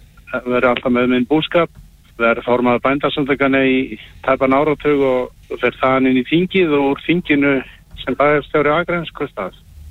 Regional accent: Hvalfjarðarsveit, Western Region, Iceland; Þetta mín heimasveit

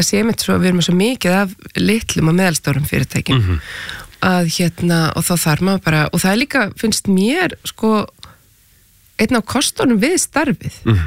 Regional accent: Reykjavik, Capital Region, Iceland; also born or lived in Spain / Copenhagen, Denmark; Já, ég er borgabarn, ég er bara ólst upp í Vesturbænum.

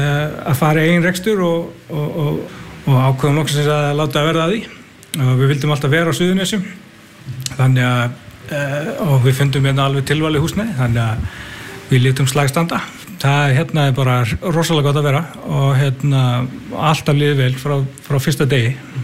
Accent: Garður, Southern Peninsula, Iceland; now in Njarðvík, Iceland; Ég ættaður úr Garðinum og við búum í Njarðvík, keftum okkar fyrstu íbúð þar.

